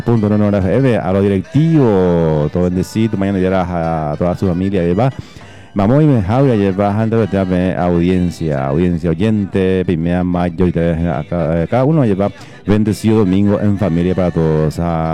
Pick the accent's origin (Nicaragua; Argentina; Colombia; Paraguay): Paraguay; me sentí como buen paraguayo